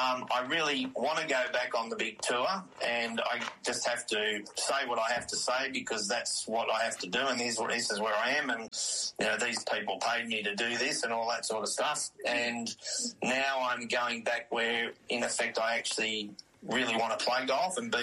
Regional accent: Australia; Cam Smith's a standout for us being an Aussie

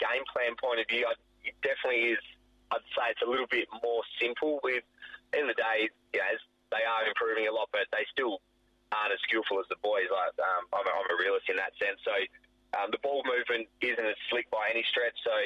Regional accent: Northampton, Western Australia, Australia; now in Perth, Australia; we were a massive footy family growing up in Northampton.

